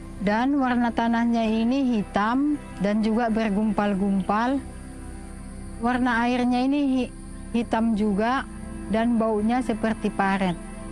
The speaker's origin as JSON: {"language": "Indonesian", "town": "Manompa", "country": "Indonesia", "tie": "born there", "said": "Saya lahir di Manompa sini pada tahun 1979."}